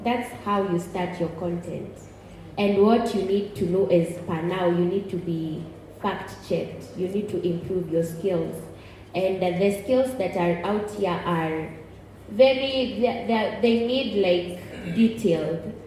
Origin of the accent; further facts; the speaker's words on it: Western, Kenya; You know, mimi nimesomea Kiambu, then Murang'a. And I'm from Western.